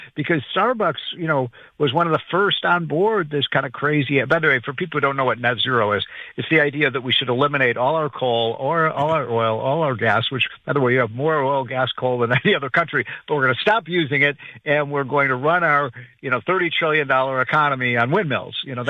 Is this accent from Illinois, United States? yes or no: yes; Illinois, United States; all of these states, New York, New Jersey, California, my home state of Illinois, Connecticut, Massachusetts, runaway costs.